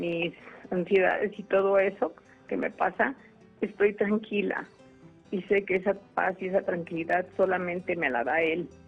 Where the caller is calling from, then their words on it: Guadalajara, Jalisco, Mexico; De aquí, de Guadalajara.